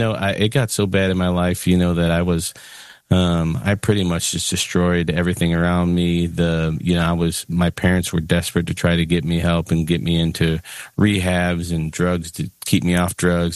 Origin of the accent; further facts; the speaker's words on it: Illinois, United States; No, I grew up in the Chicago suburbs